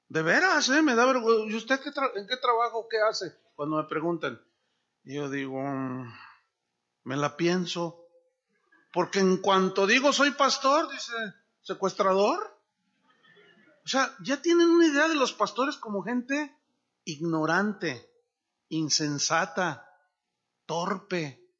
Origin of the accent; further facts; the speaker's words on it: Guadalajara, Jalisco, Mexico; moved away; allá en México, el gobierno de allí del estado de donde yo vengo, de Guadalajara, en Jalisco